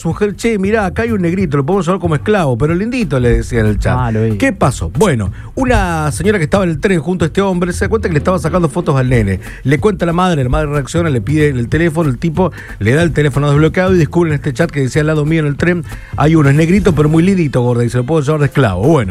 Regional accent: Rosario, Santa Fe, Argentina; No, va a comparar, somos Santa Fe, somos rosarinos, boludo.

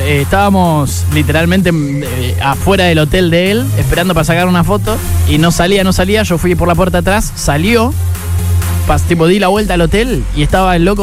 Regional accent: Chabás, Santa Fe, Argentina; moved away; para toda la banda ahí de mi pueblo de Chavás?

